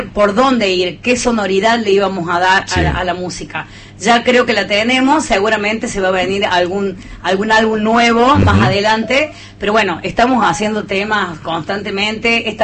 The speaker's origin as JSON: {"language": "Spanish", "region": "Córdoba", "country": "Argentina", "said": "Soy de Capital"}